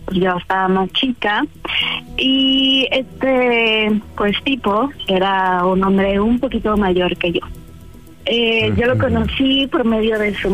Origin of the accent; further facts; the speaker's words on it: Mexico City, Mexico; Tengo 27 años, de la Ciudad de México.